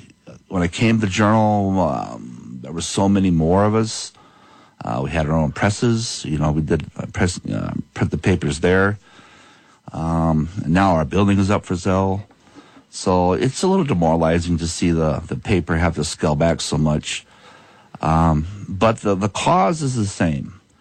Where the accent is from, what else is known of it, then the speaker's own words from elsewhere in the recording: Michigan City, Indiana, United States; moved away as an adult; start off my career all over Indiana and my hometown paper, Michigan City, Indiana.